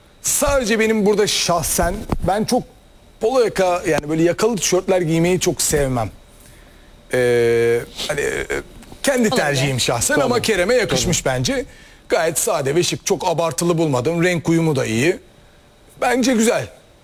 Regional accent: Skopje, North Macedonia; Üsküp. Üsküp. Tabii tabii. Hmm, Arnavutuz biz.

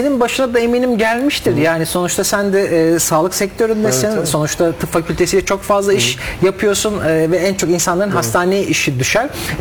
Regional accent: Ankara, Turkey; moved away; Ankara memleketim.

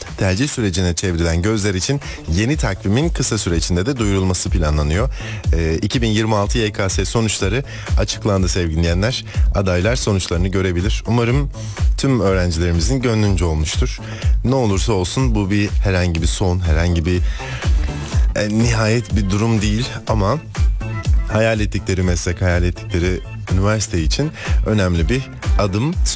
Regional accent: Kırşehir, Turkey

